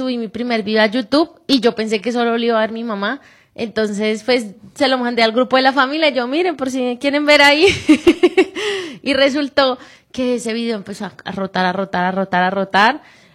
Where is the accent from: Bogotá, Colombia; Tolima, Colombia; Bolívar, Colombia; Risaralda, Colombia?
Bogotá, Colombia; De Bogotá, soy de Bogotá, Colombia, un país muy hermoso también.